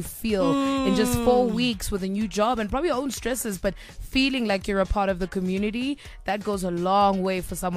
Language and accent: English; Mpumalanga, South Africa; I'm also from Mpumalanga province.